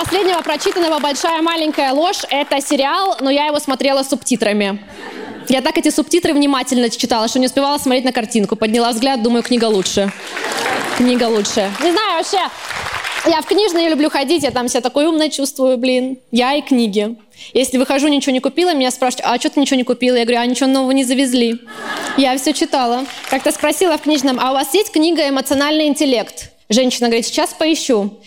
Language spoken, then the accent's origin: Russian; Nalchik, Kabardino-Balkaria, Russia; born there; moved away; Я сама родилась в Нальчике